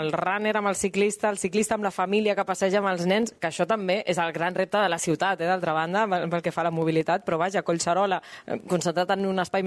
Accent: Barcelona, Catalonia, Spain; Jo, que sóc del Poble Sec

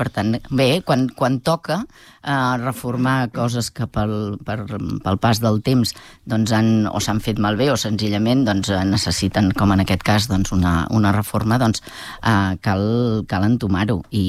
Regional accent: Molins de Rei, Catalonia, Spain

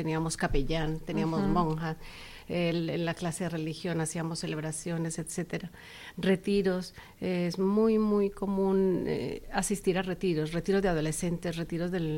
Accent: Colombia; moved away as an adult; now in Las Palmas, Spain; Yo soy de Colombia.

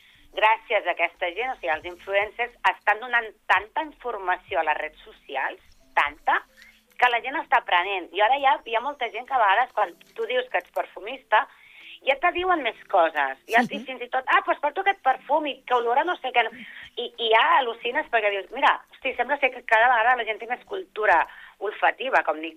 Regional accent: Terrassa, Catalonia, Spain; T'ho dic Terrassa, jo soc de Terrassa.

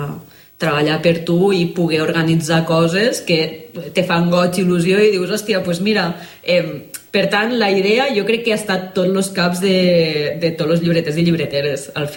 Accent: Amposta, Catalonia, Spain; now in Tarragona, Spain; I jo soc d'Amposta.

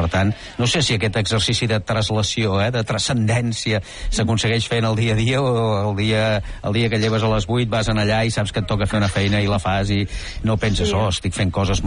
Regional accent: Catalonia, Spain; Però vist com a catalana, aquesta capacitat d'assimilar

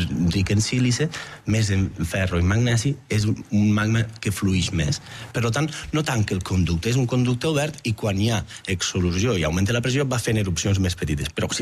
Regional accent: Batea, Catalonia, Spain; Jo de Batea, que som de secà, que no hi ha volcans

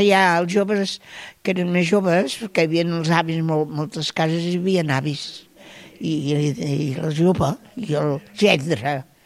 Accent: Santa Perpètua de Mogoda, Catalonia, Spain; moved away; El meu poble, Santa Perpètua

